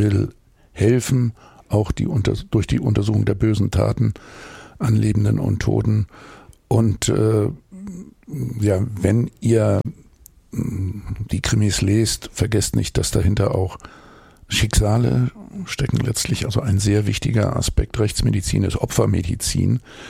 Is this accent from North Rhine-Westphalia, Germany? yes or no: no; Hamburg, Germany; als Hamburger